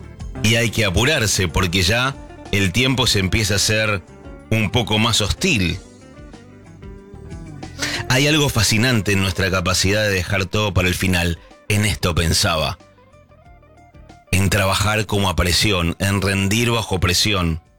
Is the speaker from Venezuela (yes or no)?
no; Argentina; nosotros como argentinos